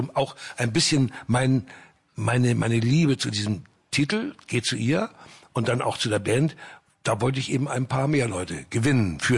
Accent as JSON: {"language": "German", "region": "Hamburg", "country": "Germany", "tie": "born or raised there", "said": "weil ich bin auf dem Kiez eigentlich groß geworden."}